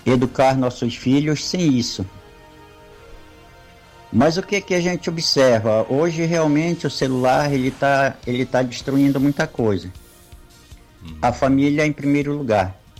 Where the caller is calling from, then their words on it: Juruti, Pará, Brazil; Eu sou aqui de Juruti.